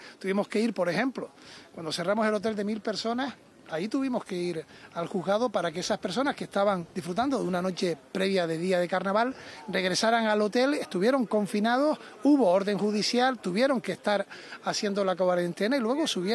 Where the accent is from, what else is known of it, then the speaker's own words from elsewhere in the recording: Canary Islands, Spain; Yo quiero hacerlo, soy canario, y repito, entiendo esa preocupación